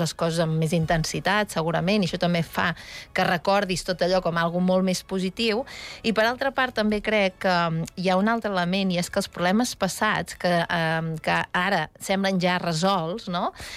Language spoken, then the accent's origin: Catalan; Girona, Catalonia, Spain; jo, a veure, a més soc de Girona